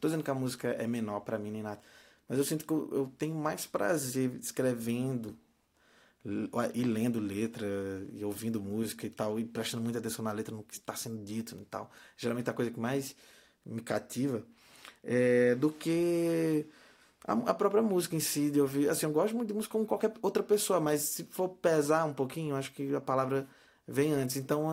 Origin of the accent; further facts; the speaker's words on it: Arapiraca, Alagoas, Brazil; Arapiraca fica no interior, no Agreste de Alagoas. Agreste significa uma região ali que não tem mar.